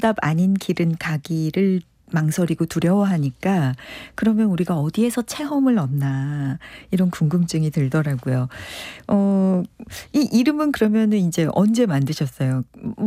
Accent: Seoul, South Korea; born there; 저도 서울에서 태어났는데 아직 대한민국에 못 가본 곳이 굉장히 많고

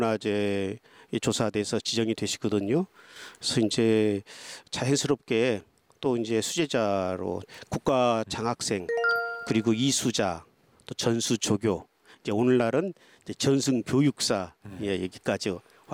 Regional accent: Boseong, South Jeolla, South Korea; 저희 그 고향 마을이 그 전남 보성군 회천면인데요.

